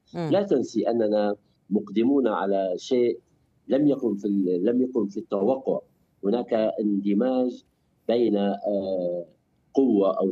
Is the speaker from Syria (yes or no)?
yes; Syria; وأنا قلت في أكثر من حلقة سابقة بأنني أنا مواطن كردي سوري، أنا أستظل بالدولة السورية، وهذا وهذا شرف لي أن أكون ضمن الدولة السورية